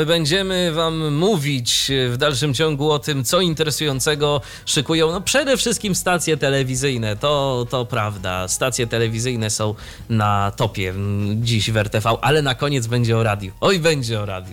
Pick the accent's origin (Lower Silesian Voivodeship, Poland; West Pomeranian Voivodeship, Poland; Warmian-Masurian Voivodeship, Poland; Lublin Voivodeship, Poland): Warmian-Masurian Voivodeship, Poland; moved away; 30 km od mojego rodzinnego miasta